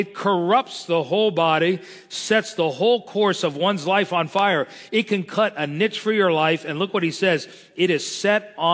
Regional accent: Miami, Florida, United States; I remember when I was growing up in Miami, I got in trouble. I was 6, 7 years old

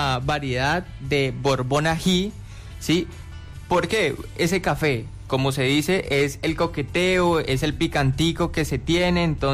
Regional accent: Pitalito, Huila, Colombia; Somos de Bruselas, Pitalito, y todo esto nace haciéndole un homenaje a mi abuelo

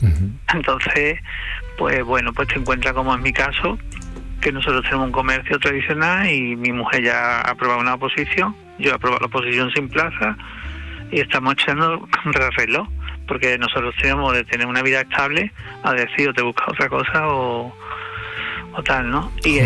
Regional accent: Málaga, Andalusia, Spain; Verá, yo soy de Málaga.

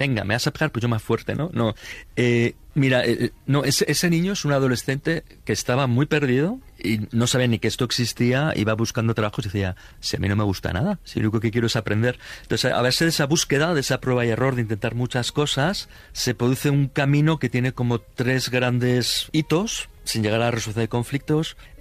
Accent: Spain; cómo es posible que en mi país hayamos acabado una guerra civil en el siglo pasado, qué sé, en el 36, o si quieres llevarlo al final de la dictadura, ¿no?

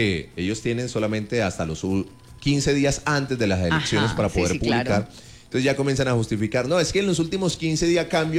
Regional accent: Colombia; Si hay algo que nos une como colombianos

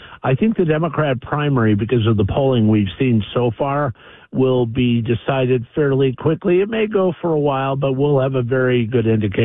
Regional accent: Madison, Wisconsin, United States; I'm a Republican from Madison, Wisconsin. So I guess they were all full in Berkeley, and we moved up here.

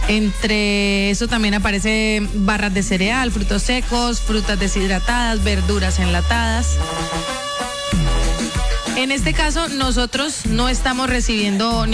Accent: Colombia; Todo eso es importante para que en este momento nos unamos como ciudad, como país, como colombianos, ayudar a nuestros hermanos venezolanos en esta situación tan difícil.

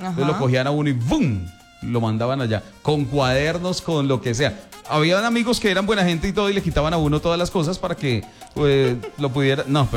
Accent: San Antonio, Tolima, Colombia; Cuando uno cumplía años en mi pueblo natal, en San Antonio, Tolima.

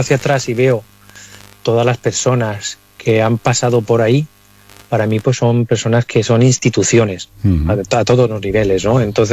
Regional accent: Santa Pola, Valencian Community, Spain

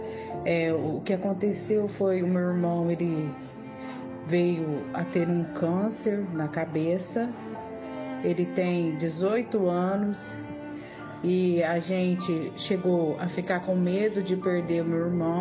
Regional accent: Mococa, São Paulo, Brazil; sou da cidade de Mococa.

